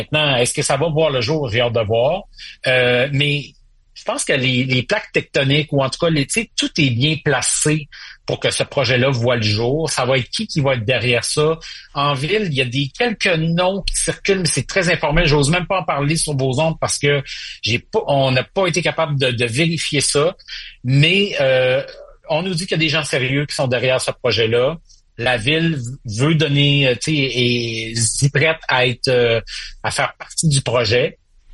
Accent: Quebec, Canada; Parce que moi, j'ai grandi au Saguenay. Alors, la moitié de ma famille était nordique, la moitié de ma famille est canadienne.

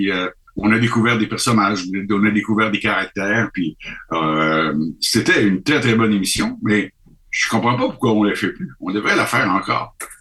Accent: Canada; moi, je suis du Canada, je suis ici passage, et ça, c'est la Corvette de Denis Savard

